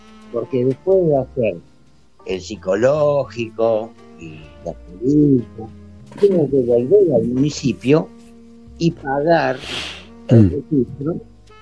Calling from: Quilmes, Buenos Aires Province, Argentina; yo soy de acá de Quilmes

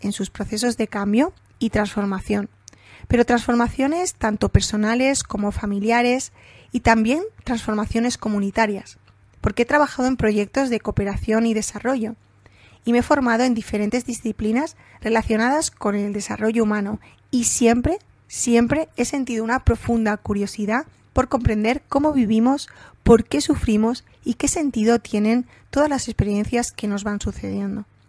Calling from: Balearic Islands, Spain; Un placer saludarlos desde España, aquí en Mallorca, Islas Baleares.

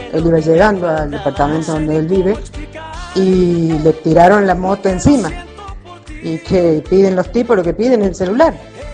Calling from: Córdoba, Argentina; soy … de Capital

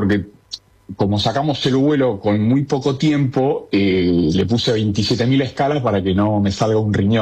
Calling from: Berazategui, Buenos Aires Province, Argentina; yo vivo en Argentina en realidad. Estoy acá en Polonia desde el 18 de mayo, creo que llegué. No, el 18 de mayo viajé. Llegué acá el 22, 23.

